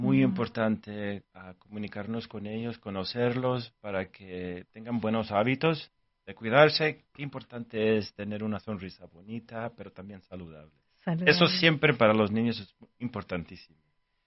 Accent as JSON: {"language": "Spanish", "region": "Nayarit", "country": "Mexico", "said": "Yo soy de México."}